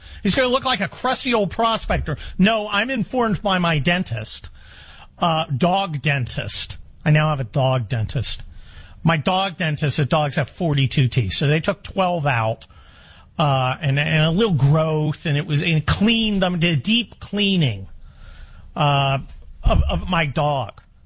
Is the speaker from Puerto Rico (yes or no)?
no; Scotland, United Kingdom; And I'm Scottish. That goes against everything my genetics believe in.